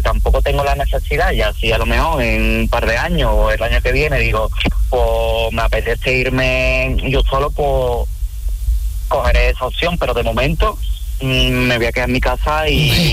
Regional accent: Écija, Andalusia, Spain; Yo soy de Écija, sí.

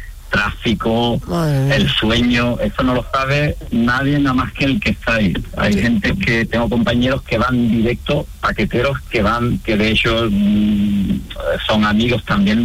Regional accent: Estella del Marqués, Andalusia, Spain; now in Guadalcacín, Spain; Pues yo soy de una pedanía rural de aquí de Jerez, soy de Estella del Marqués, pero estoy empadronado y actualmente vivo en Guadalcacín. Es un pueblo también rural de aquí de la zona.

